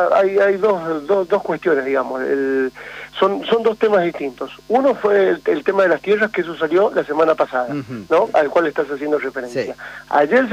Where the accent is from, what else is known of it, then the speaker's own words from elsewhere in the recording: La Rioja, Argentina; los riojanos, hablo como riojano, digamos